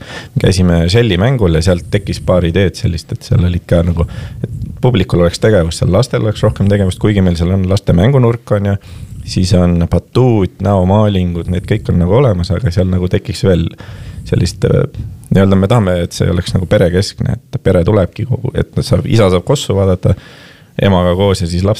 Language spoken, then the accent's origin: Estonian; Kilingi-Nõmme, Pärnu County, Estonia; No ma olen sellisest kohast pärit nagu Kilinginõmme. See on siis väike Pärnuma linn